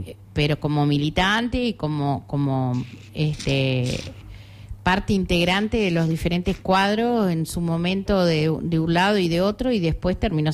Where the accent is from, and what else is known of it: Uruguay